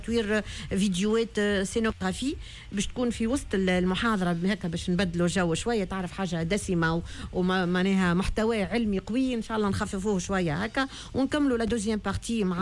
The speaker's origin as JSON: {"language": "Arabic", "country": "Tunisia", "said": "احنا دولة تونسية عربية مسلمة اما ما ننكروش في أصلنا وفخورين بأصلنا"}